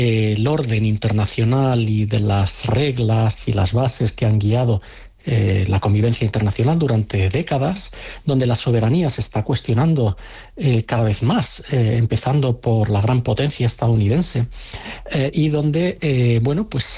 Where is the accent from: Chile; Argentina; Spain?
Spain; y ahora ya hablo no como analista, sino como ciudadano español